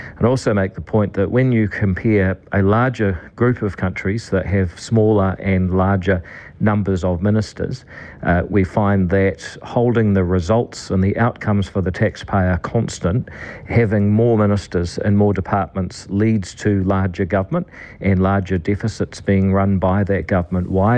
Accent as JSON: {"language": "English", "country": "New Zealand", "said": "as a New Zealander"}